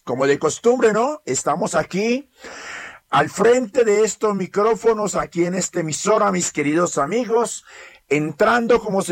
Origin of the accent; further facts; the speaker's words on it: Villagarzón, Putumayo, Colombia; moved away; yo vengo prácticamente más abajito, a 20 minutos de Mocoa, Putumayo, un pueblito que se llama Villa Garzón.